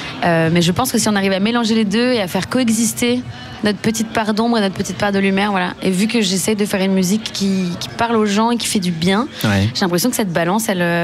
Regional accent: France; Je suis française de base.

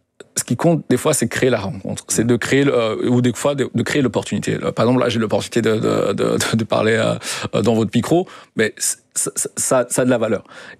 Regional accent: Belgium; moi, j'ai grandi en Belgique

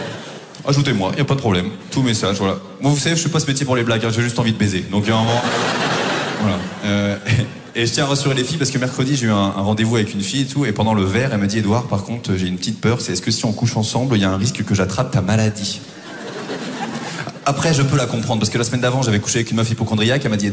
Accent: Normandy, France; j'ai eu beaucoup de mal quand je suis arrivé au Conflans à Paris, parce que moi, je viens de Normandie.

